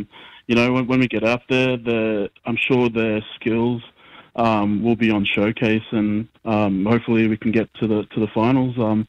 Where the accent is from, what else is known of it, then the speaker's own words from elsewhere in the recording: Brisbane, Queensland, Australia; My mob, my mum's from Mobiag Island and my dad's from Bardu Island in the Torres Straits. But I grew up here in Brisbane most of my life.